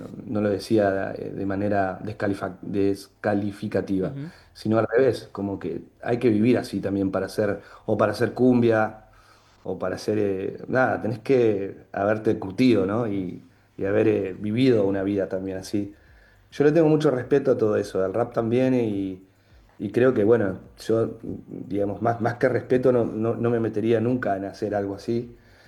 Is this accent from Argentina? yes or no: yes; Patagonia, Argentina; soy patagónico hasta la muerte y no, nunca lo voy a dejar de ser.